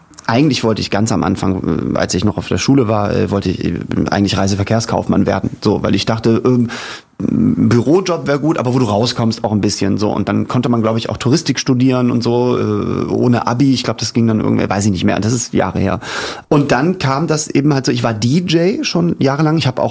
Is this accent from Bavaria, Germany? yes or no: no; Hamburg, Germany; Ich komme aus Hamburg